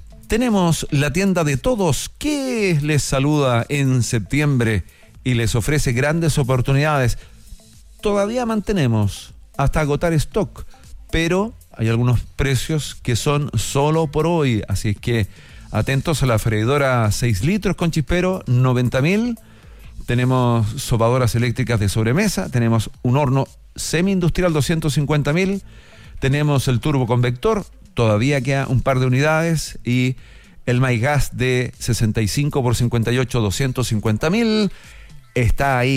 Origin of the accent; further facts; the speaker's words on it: Villa Alemana, Valparaíso, Chile; No, yo soy de Villa